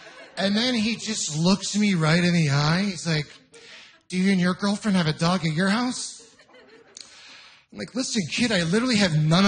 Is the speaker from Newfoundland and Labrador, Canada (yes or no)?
no; Ontario, Canada